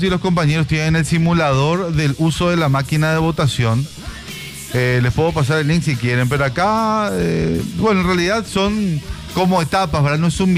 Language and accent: Spanish; Asunción, Paraguay; nosotros somos de Asunción